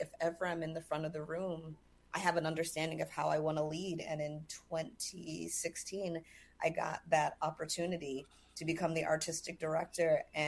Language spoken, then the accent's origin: English; California, United States; I grew up in California, and as all things do that start with me, it started with Sesame Street.